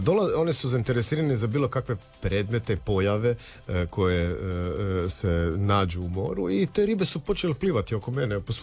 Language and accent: Croatian; Croatia